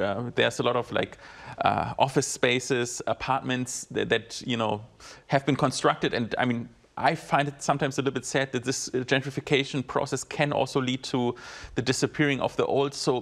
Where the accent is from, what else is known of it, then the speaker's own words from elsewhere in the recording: Berlin, Germany; now in Seoul, South Korea; I can name you one that comes to my mind from my hometown in Berlin, Kreuzberg.